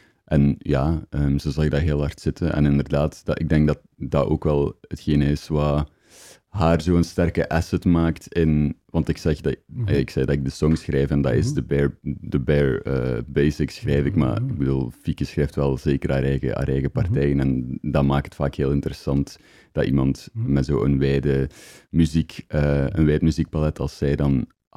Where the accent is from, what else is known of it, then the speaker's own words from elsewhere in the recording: Flanders, Belgium; now in Ghent, Belgium; We zijn van het Waasland en we zijn daar ook heel trots op. Zeker Sint-Niklaas steunt ons heel hard in alles wat we doen. En dat is iets wat we nooit gaan loslaten. Maar ik denk dat het een beetje onvermijdelijk is met dat ik hier in Gent ben gaan wonen.